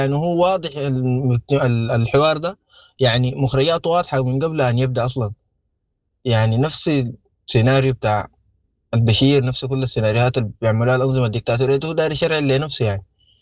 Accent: Sudan; نحن كسودانيين

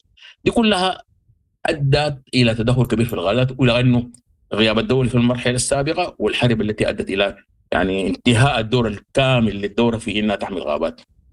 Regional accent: Sudan; ونحن دورنا كبير كسودانيين وعندنا منطقة، السودان كان فيه غابات كبيرة

